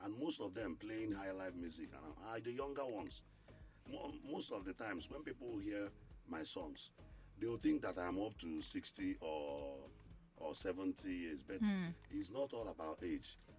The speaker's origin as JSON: {"language": "English", "town": "Onitsha", "region": "Anambra", "country": "Nigeria", "said": "I was from Onitsha-Ado Kingdom, from Anambra State, Nigeria, to be precise."}